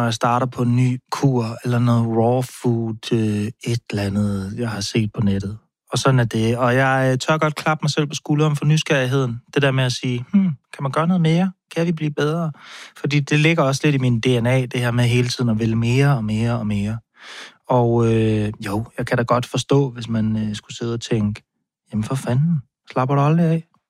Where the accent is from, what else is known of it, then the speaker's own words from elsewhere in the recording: Aarhus, Central Denmark Region, Denmark; fra Aarhus, hvor jeg er vokset op